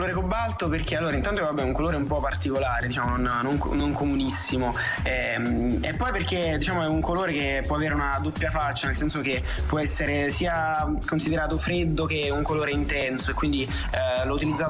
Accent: Isernia, Molise, Italy; now in Milan, Italy; Io sono di Isernia, sì, però sono a Milano ora.

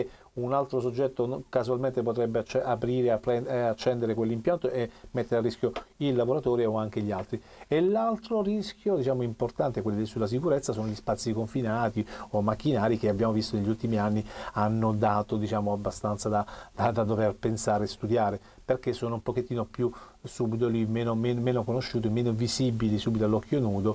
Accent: Taranto, Apulia, Italy; anche io ho detto … ma non vengo da Assisi, anche io sono di Taranto

